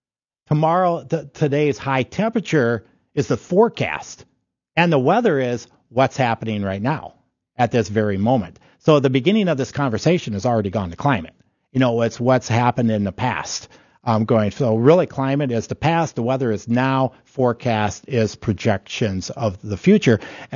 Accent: Midwest, United States; living in the Midwest

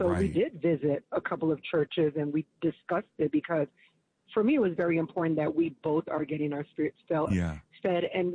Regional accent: Silver Spring, Maryland, United States; because I came from Silver Spring, Maryland, and he was in another part of Virginia. So we really knew no one

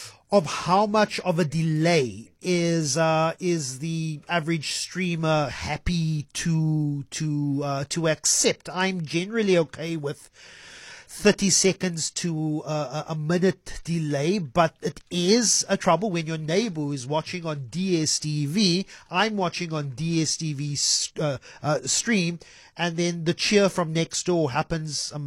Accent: South Africa; I'm a South African

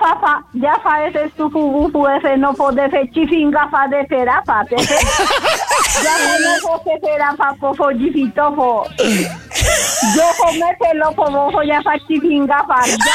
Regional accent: Temixco, Morelos, Mexico; De aquí, de Cuernavaca, Morelos.

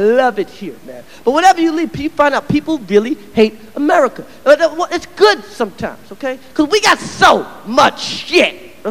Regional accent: Brooklyn, New York, United States; I ain't scared of Al-Qaeda. I'm from Brooklyn.

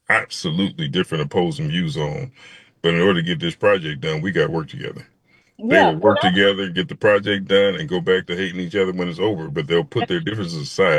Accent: Kansas City, United States; moved away as an adult; having been born and raised in Kansas City and been back now some 30 years

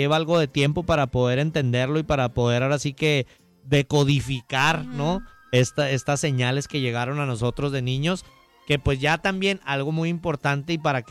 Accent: Mexico; porque como mexicanos tenemos una cultura muy hermosa, muy bella

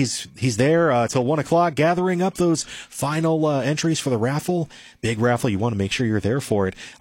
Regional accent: Detroit, Michigan, United States; moved away; I'm from the suburbs of Detroit, and but hey, I've been in the country. I've lived in rural areas, so I'm not completely a suburban kid.

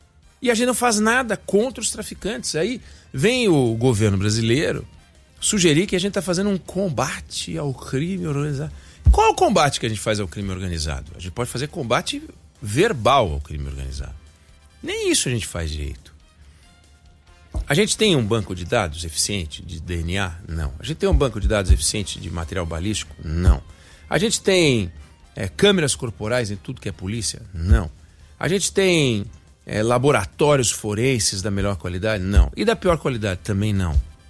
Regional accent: Brazil

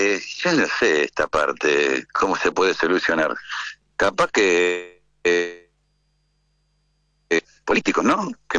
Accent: Buenos Aires, Argentina; moved away; Sí, justo nosotros llegamos a Mallorca de Villa del Parque, acá a Mallorca, que después fuimos a Barcelona, el 7 de septiembre

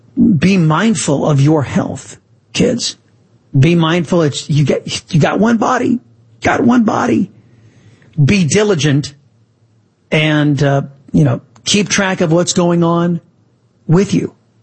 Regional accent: Texas, United States; my home state of Texas

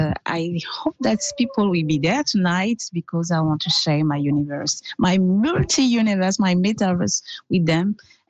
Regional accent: Bouaké, Vallée du Bandama, Côte d’Ivoire; born there; English is a second language; moved away as an adult; I was born in Ivory Coast in the city named Bouaké in the center. My father is from the north. My mother is from the south. And I was born in the center of Côte d'Ivoire.

